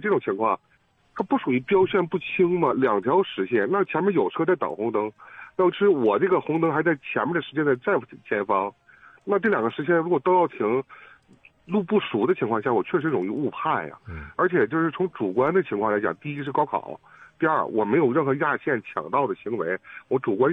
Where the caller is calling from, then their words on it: Dalian, Liaoning, China; 作为大连人，这个我真没注意过